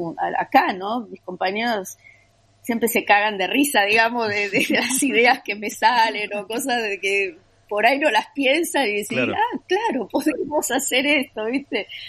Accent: Argentina; moved away as an adult; now in Vienna, Austria; como argentinos, acá te va bien, ¿viste? Como latino en general.

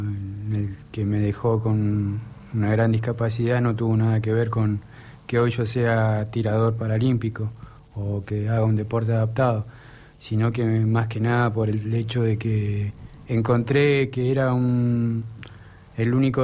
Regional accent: Trelew, Chubut, Argentina; Yo soy nacido y criado en Trelew.

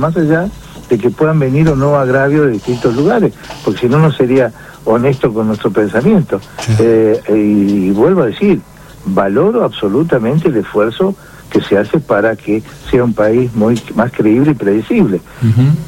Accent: Rosario, Santa Fe, Argentina; soy de Rosario

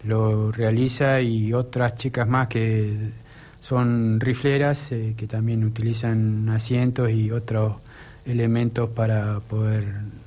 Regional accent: Trelew, Chubut, Argentina; Yo soy nacido y criado en Trelew, sí.

